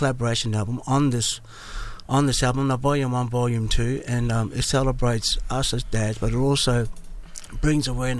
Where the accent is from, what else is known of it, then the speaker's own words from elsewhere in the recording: Australia; I was brought up in Anala in the 80s.